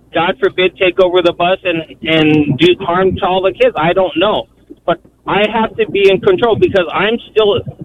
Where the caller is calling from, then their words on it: California, United States; So I am a school bus driver in California.